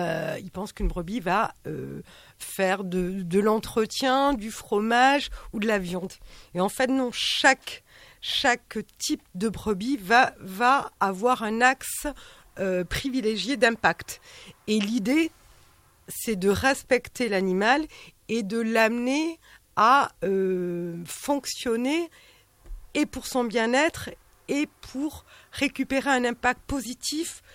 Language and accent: French; Soustons, Nouvelle-Aquitaine, France; C'est moi qui ai approché la commune parce que, un, je suis de Souston à la base